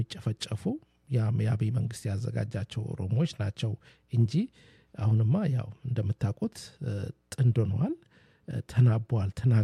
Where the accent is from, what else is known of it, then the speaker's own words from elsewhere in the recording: Dire Dawa, Ethiopia; አዎ በእርግጥም አማራ ነኝ፣ ግን ንጹህ ኢትዮጵያዊ ነኝ። አማራ ሰው ደግሞ ድሬዳዋ ተወልጄ አደኩኝ።